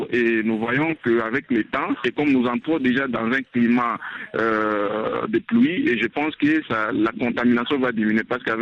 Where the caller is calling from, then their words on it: Bunia, Ituri, DR Congo; à Bounia, où je me trouve